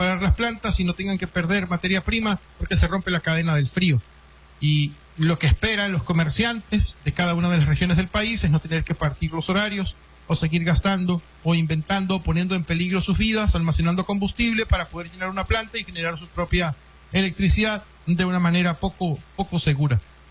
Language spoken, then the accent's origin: Spanish; Venezuela; me gustaría saber como venezolano.